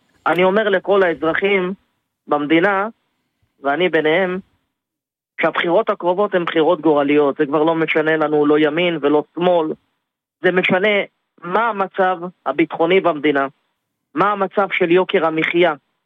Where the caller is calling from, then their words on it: Ness Ziona, Central District, Israel; אני מנס ציונה.